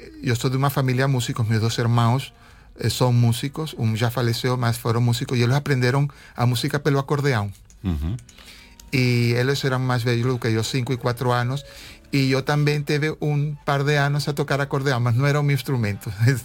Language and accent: Portuguese; Venezuela; first language Spanish; Portuguese is a second language; moved away as an adult; now in Portugal; Sou venezuelano, sim, senhora. Venezuelano há já 30 anos em Portugal, embora o meu sotaque não desaparece, não parece que tenho tantos anos.